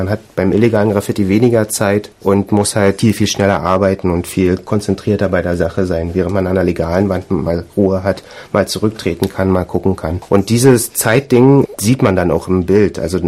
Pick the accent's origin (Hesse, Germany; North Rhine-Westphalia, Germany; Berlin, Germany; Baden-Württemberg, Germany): Berlin, Germany; now in Dresden, Germany